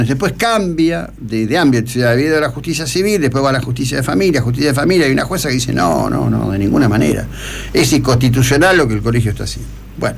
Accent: Argentina; Porque nosotros no nos identificamos como latinos.

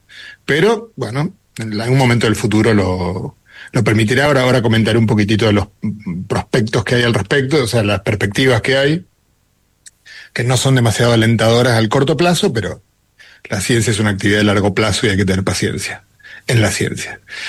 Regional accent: Argentina; mira que yo soy argentino y en Argentina tampoco es que sea, también es complicado manejar en Buenos Aires

